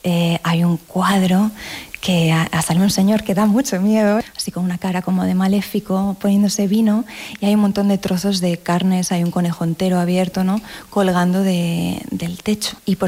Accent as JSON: {"language": "Spanish", "region": "Valencian Community", "country": "Spain", "said": "Yo soy valenciana"}